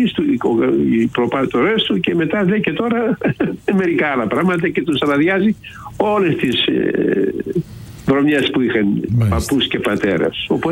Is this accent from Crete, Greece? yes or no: no; Serres, Central Macedonia, Greece